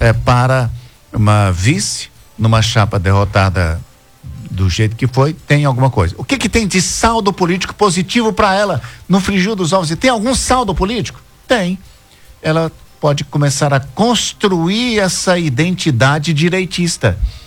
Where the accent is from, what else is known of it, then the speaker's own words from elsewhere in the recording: Abadia, Minas Gerais, Brazil; born there; also born or lived in Unaí / Palmeiras; Uberaba à direita, Triângulo Mineiro. Nasci em Abadia, morei em Unaí.